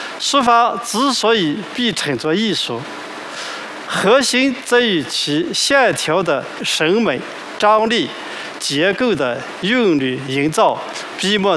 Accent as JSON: {"language": "Chinese", "region": "Northwest China", "country": "China", "tie": "born or raised there", "said": "我小时候在西北农村"}